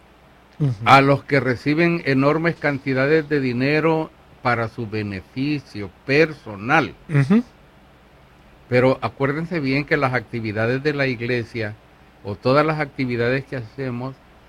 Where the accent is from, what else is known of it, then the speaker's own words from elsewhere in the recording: El Salvador; En mi parroquia ahí del pueblecito de donde vengo, en El Salvador